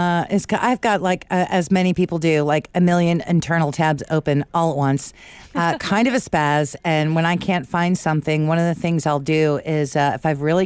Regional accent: East Coast, United States; Speaking of the fellows on the East Coast, I'm from the East Coast

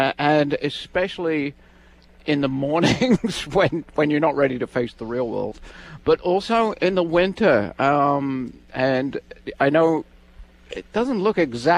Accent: South West England, United Kingdom; I grew up in Devon, which is the southwest corner, next to the bit, you know, Cornwall that sticks out into the sea, Land's End and all that stuff. We're the next one in Devonshire.

